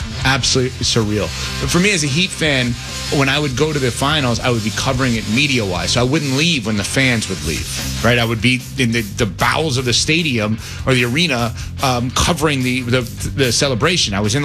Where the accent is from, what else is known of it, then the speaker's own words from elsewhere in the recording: New York, United States; I am from New York. I've lived in New York now the majority of my life.